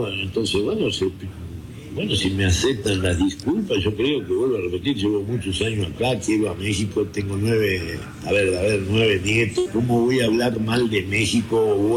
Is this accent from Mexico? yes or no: no; Argentina; accent: Argentine; muchas veces a mí me dicen, seguís hablando como argentino